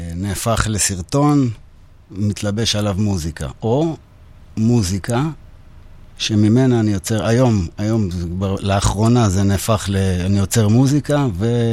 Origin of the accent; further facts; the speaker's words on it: Haifa, Haifa District, Israel; גדלתי בחיפה.